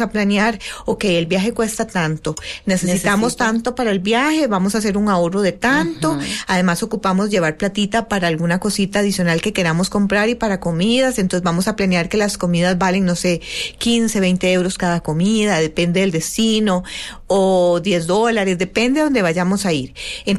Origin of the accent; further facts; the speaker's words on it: Costa Rica; A Europa, como ticos, como costarricenses, no ocupamos